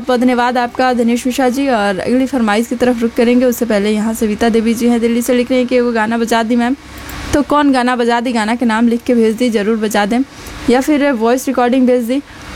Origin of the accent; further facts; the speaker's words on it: Gopalganj, Bihar, India; मैं गोपालगंज से ही हूँ